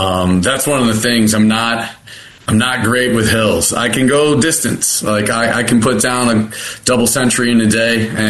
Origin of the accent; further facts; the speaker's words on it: Cleveland, Ohio, United States; I'm from Cleveland, and so we flew out to L.A., and I met her right after she was born.